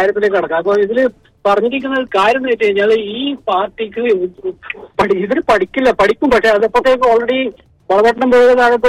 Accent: Kannur, Kerala, India; now in Dubai, United Arab Emirates

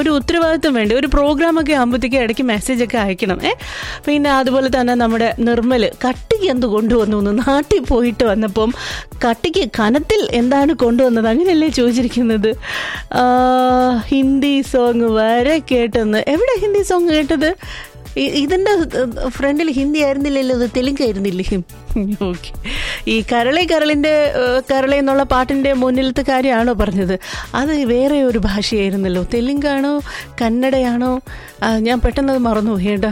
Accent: Thiruvananthapuram, Kerala, India; ഞങ്ങൾ തിരുവനന്തപുരത്തുകാരുടെ

